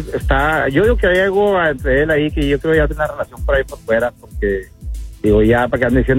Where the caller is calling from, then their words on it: Austin, Texas, United States; Aquí de Austin.